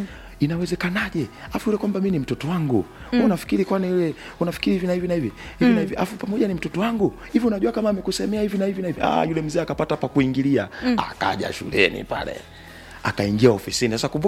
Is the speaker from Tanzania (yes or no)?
yes; Morogoro, Tanzania; moved away; Yaani natoka sasa Morogoro kwa mara ya kwanza. Naenda Dar es Salaam kutafuta.